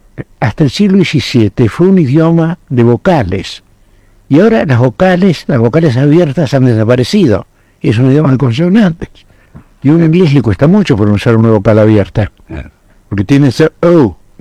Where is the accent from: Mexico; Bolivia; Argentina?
Argentina; accent: Argentine; also born or lived in Seville, Spain / Madrid, Spain; yo en Madrid seguía hablando con acento andaluz, y había perdido el acento argentino.